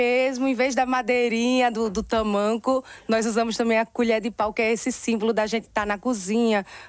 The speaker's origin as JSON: {"language": "Portuguese", "town": "João Pessoa", "region": "Paraíba", "country": "Brazil", "tie": "born or raised there", "also_born_or_lived": "Pernambuco", "said": "Eu sou pernambucana e paraibana, nasci em Pernambuco, fui criada na Paraíba, em João Pessoa."}